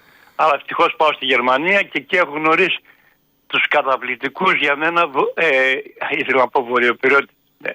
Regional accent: Sarakina, Thessaly, Greece; now in Theopetra, Greece; Σαρακίνα είναι το χωριό μου. Αλλά μένω στη Θεόπετρα, εδώ που έχει.

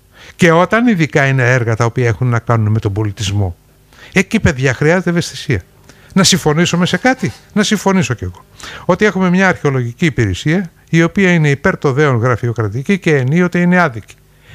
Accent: Kalymnos, South Aegean, Greece; moved away as an adult; now in Rhodes, Greece; εγώ είμαι από την Κάλυμνο και ο Βασίλης από την Κάλυμνο

